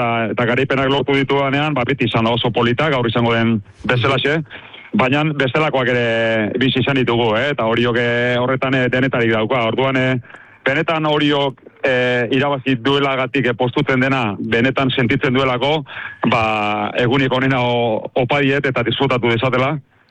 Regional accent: Orio, Basque Country, Spain; born there; oriotar asko ezagutzen ditut, ni ere alaxe naiz, eta beti izan dut, nik bertan jaiotako naiz

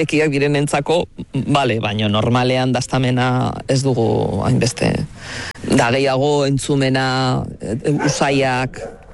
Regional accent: Astigarraga, Basque Country, Spain; Astigarragakoa naiz

